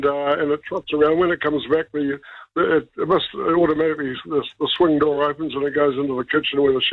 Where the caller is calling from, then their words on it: Wellington, New Zealand; I'm calling from Wellington.